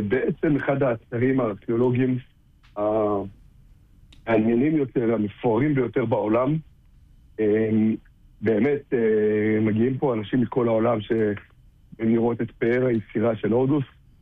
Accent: Kfar Etzion, Judea and Samaria, Israel; אני רוצה להגיד שאני גדלתי בכפר עציון, ובתור ילד שעבד במטע דובדבנים

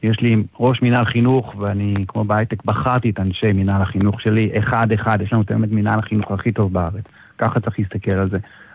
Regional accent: Herzliya, Tel Aviv District, Israel; אני גדלתי בשיקון ויצמן

